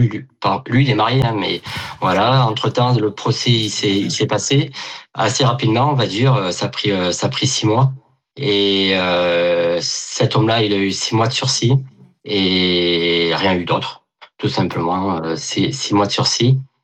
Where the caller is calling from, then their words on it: Gap, Provence-Alpes-Côte d'Azur, France; j'habite sur Gap.